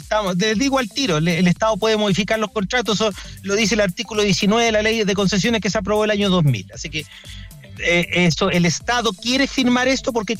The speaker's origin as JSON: {"language": "Spanish", "country": "Chile", "said": "otro problema que tenemos como chilenos"}